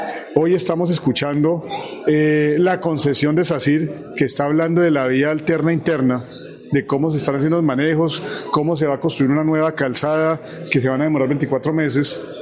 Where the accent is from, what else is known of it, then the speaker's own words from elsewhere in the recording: Colombia; somos todos los colombianos.